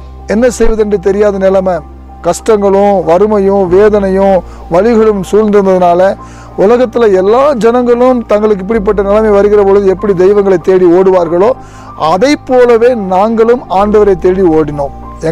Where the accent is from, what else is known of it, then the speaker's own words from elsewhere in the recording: Tirunelveli district, Tamil Nadu, India; திருநெல்வேலி மாவட்டத்தில் சங்கரன்கோவில் தாலுக்காவில் பனையூர் என்கின்ற கிராமத்தில் ஒரு பெரிய குடும்பத்தில் நான் பிறந்தேன். என்னுடைய பிறப்பு 4வது மகனாக நான் பிறந்தாலும் கூட எனக்கு பின்னால் 2 பேர் எங்கள் குடும்பம், ஒரு பெரிய குடும்பம், 6 பேர் நாங்கள். எங்கள் குடும்பத்தில் கிறிஸ்தவ குடும்பம் தான்